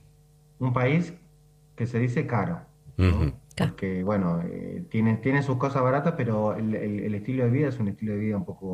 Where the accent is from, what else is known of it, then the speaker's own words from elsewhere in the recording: Argentina; porque como yo soy argentino, ella puede tener la nacionalidad argentina